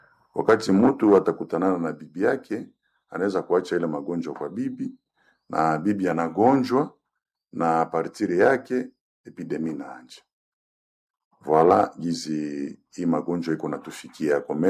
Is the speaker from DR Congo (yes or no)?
yes; Butembo, North Kivu, DR Congo; hapa Butembo kwetu